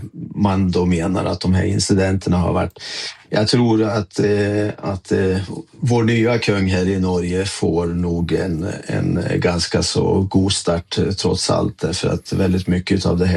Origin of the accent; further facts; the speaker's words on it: Sweden; För det första därför att jag är svensk.